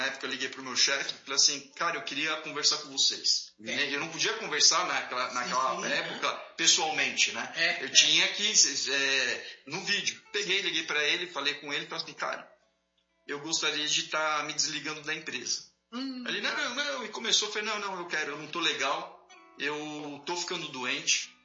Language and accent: Portuguese; São Paulo, Brazil; moved away as an adult; now in Guararema, Brazil; Na realidade, eu sempre nasci em São Paulo, sempre morei em São Paulo. Frequentava aqui o interior só de final de semana.